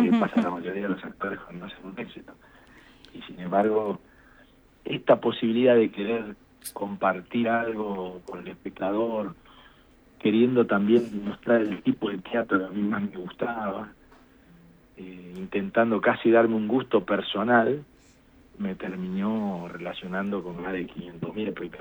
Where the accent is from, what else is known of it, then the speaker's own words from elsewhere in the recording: Paraná, Entre Ríos, Argentina; yo me fui a mi casa de Paraná, donde yo nací, y se los hice a mis hermanos, así nomás, rudimentariamente, en el garage de la casa de mi viejo, donde yo soñaba con ser actor cuando era chico